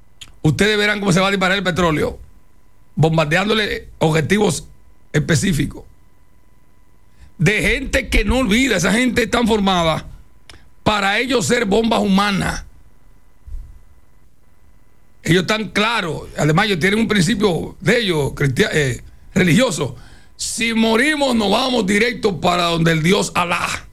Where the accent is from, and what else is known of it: Dominican Republic